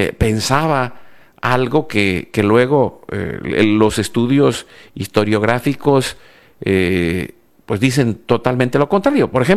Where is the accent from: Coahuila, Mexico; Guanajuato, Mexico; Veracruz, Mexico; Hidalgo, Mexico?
Veracruz, Mexico; also born or lived in Yucatán; Yo me crié en Veracruz, que es más o menos en el Golfo